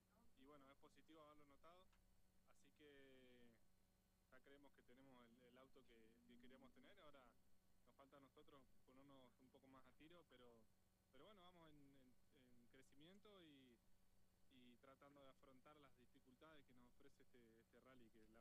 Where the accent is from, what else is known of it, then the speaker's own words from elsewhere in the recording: General Roca, Río Negro, Argentina; a mí que soy de Roca